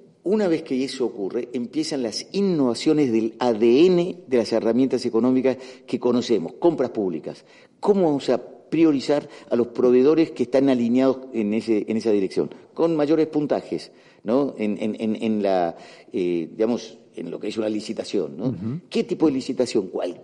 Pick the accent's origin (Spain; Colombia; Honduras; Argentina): Argentina; yo soy argentino, se nota, ¿no?